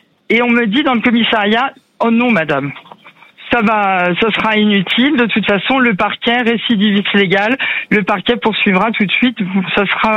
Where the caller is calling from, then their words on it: Massif Central, France; Alors moi j'habite dans le Massif central maintenant.